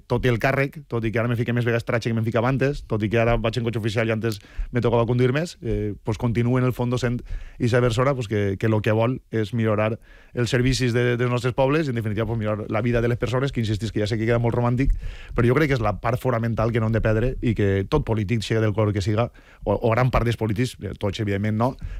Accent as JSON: {"language": "Catalan", "town": "Gavarda", "region": "Valencian Community", "country": "Spain", "tie": "born or raised there", "said": "Jo crec que cada un som d'un esquem i jo vaig néixer en Gavarda. Jo crec que vaig tenir la sort, no?, de viure en el meu poble. I jo sóc un enamorat del meu poble, la veritat."}